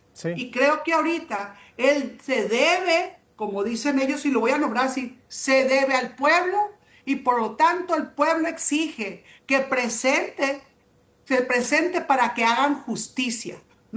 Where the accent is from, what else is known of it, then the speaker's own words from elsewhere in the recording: Sinaloa, Mexico; el centro de la gobernanza aquí en Sinaloa no somos los sinaloenses